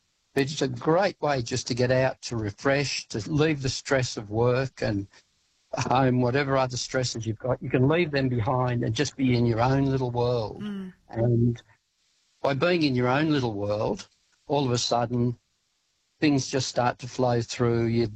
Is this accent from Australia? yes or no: yes; Sydney, New South Wales, Australia; I grew up in Sydney, and I knew the Blue Mountains area really well. I spent a lot of time bushwalking up there and rock climbing during my teens. And then ultimately we moved away from Sydney and I left all that behind.